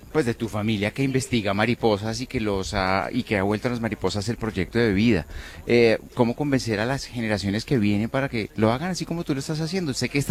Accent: El Retiro, Antioquia, Colombia; Nosotros venimos de Retire Antioquia.

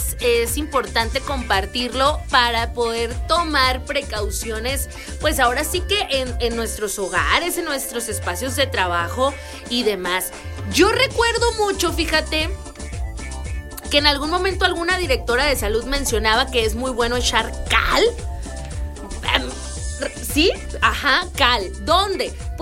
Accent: Sonora, Mexico; aquí en Sonora, señores, soy de Sonora

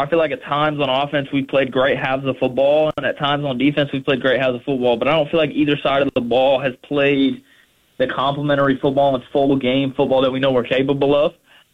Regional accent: Georgia, United States; growing up in Georgia

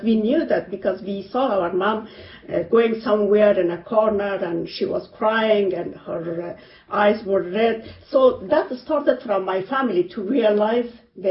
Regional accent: Kabul, Afghanistan; I was born in Kabul city and I lived in different parts of the city, mainly in Sharanao and also in Makrorayon later.

